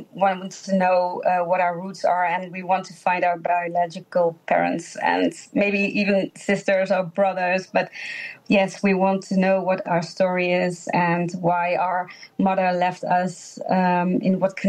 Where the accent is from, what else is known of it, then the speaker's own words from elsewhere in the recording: Netherlands; also born or lived in India; we grew up in a small town, both of us, and yes, with Dutch people, but yes, we are Indian, two Indian women.